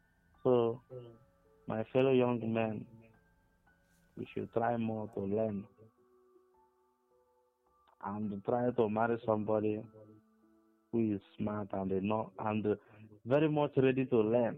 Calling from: Ebonyi, Nigeria; I'm calling from Ebonyi State.

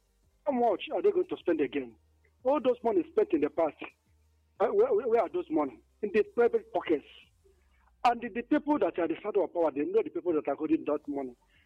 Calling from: Obunka, Anambra, Nigeria; I come from Obunka in Anambra State.

